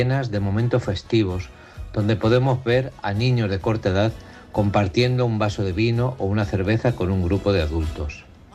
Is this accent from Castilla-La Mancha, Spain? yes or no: yes; Socuéllamos, Castilla-La Mancha, Spain; década de 1960, en mi pueblo, Socuéllamos, un pueblo manchego de gran tradición vinícola, una merienda muy habitual que tomábamos los niños era una cata de vino.